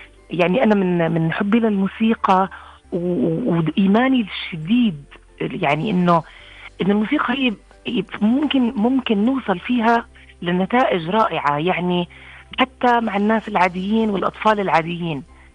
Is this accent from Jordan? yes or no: yes; Jordan; ما كان يعني عندنا بالأردن مكان أنه تقدري تتخصصي منه بشكل يعني أكاديمي،